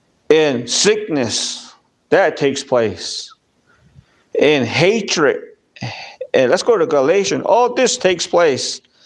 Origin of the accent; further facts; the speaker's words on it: United States; I'm an American. I thank God I'm American.